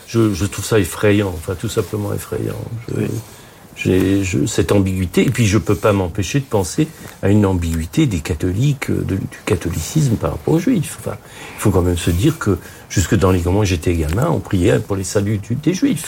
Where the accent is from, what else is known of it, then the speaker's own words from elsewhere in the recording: Grand Est, France; born there; je suis né en Alsace, donc une région marquée, et où toutes ces questions étaient très très vives.